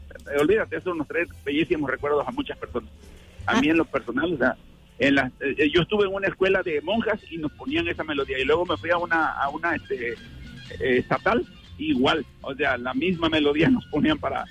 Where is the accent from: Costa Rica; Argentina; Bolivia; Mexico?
Mexico; born there; moved away; en las escuelas allá en México se ponían esa marcha para cuando nos formábamos.